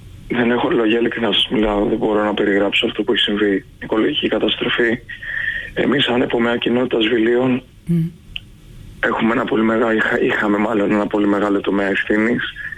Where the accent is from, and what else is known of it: Greece